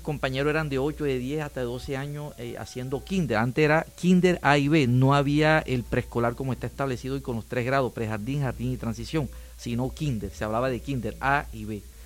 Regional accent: Chimá, Córdoba, Colombia; yo soy de Arache, nací ¿sí? el 3 de diciembre de 1967 en ese pueblito rural, cercano a 8 minutos de su cabecera municipal, Chimá, un pueblo a orilla de Ciénaga, y de verdad ahí empecé a estudiar.

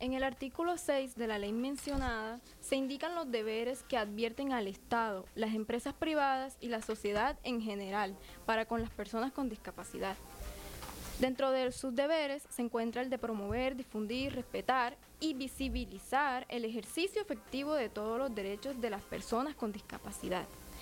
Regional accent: Colombia; nosotros como colombianos

